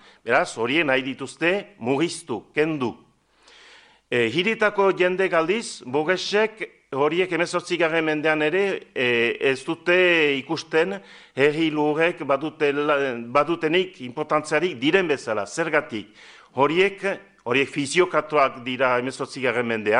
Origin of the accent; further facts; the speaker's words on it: Estérençuby, Nouvelle-Aquitaine, France; Bo, ni estrentzubikoa naiz, eta badakit gure herrian, laborarien artean, eta ez dira dena berdin